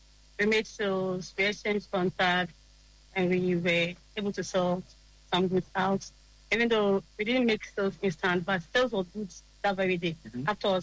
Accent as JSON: {"language": "English", "town": "Bolgatanga", "region": "Upper East", "country": "Ghana", "second_language": "English", "said": "I'm from Upper East, Bogatanga."}